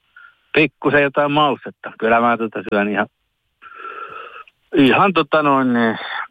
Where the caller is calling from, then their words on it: Ylöjärvi, Pirkanmaa, Finland; Ylöjärveltä soitan.